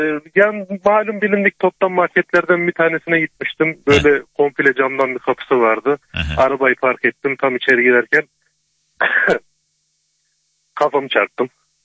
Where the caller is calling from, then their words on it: Kayseri, Turkey; Kayseri'den arıyorum.